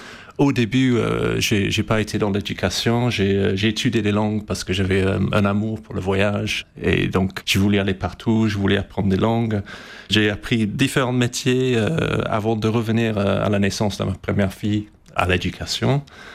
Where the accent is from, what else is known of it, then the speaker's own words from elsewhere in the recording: England, United Kingdom; moved away as an adult; now in France; j'ai grandi en Angleterre, j'ai fait ma scolarité en Angleterre, du coup, je ne suis pas venu en France avant l'an 2000, hein, donc ça fait 26 ans que je suis là.